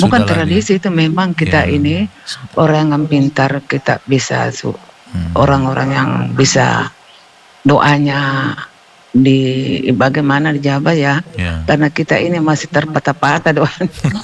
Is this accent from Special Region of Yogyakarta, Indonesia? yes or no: no; South Sulawesi, Indonesia; born there; also born or lived in Maros; now in Gowa, Indonesia; mangga itu kan di kampungku. Di Tonasa itu, Tonasa 1 masuk.